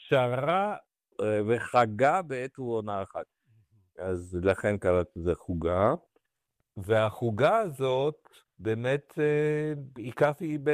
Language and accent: Hebrew; Romania; Hebrew is a second language; now in Israel; כשהייתי ילד קטן ברומניה